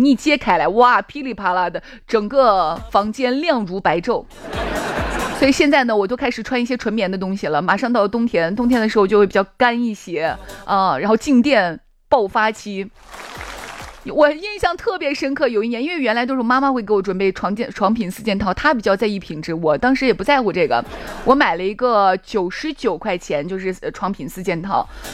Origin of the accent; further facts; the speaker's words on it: Shaanxi, China; 就像我们陕西人经常说的那句话，我回呀啊。